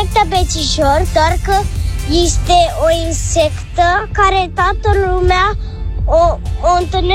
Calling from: Bucharest, Romania; din București, am 7 ani

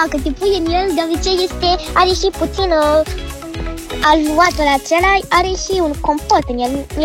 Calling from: Iași, Iași County, Romania; din Iași, am 9 ani

